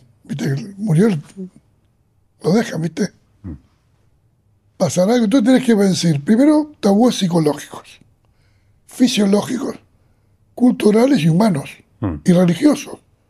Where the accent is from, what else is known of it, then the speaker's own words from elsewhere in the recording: Uruguay; Y esa sociedad no es la mía, yo soy uruguayo. En Uruguay nadie más que nadie.